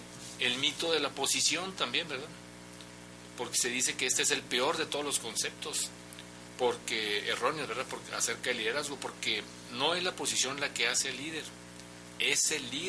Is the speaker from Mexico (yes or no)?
yes; Sonora, Mexico; aquí los norteños somos más dados, yo que soy de Sonora, ¿verdad?, a ser más directos.